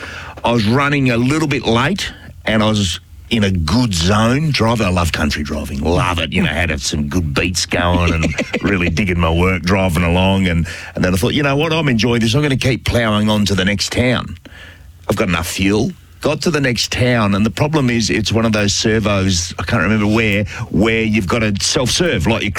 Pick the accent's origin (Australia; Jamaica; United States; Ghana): Australia; Kojanup, Western Australia; I couldn't understand why people in Kojanup, my hometown, would say... we were inland.